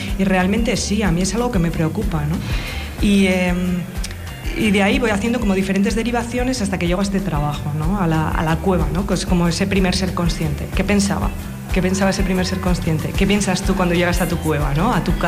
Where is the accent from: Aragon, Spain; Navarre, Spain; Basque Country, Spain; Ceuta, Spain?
Navarre, Spain; porque yo soy de Navarra y entonces ahí hay mucha cueva también.